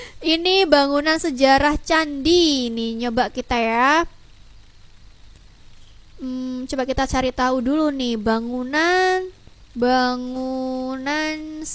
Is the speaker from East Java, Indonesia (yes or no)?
yes; Lamongan, East Java, Indonesia; walaupun aku orang Lamongan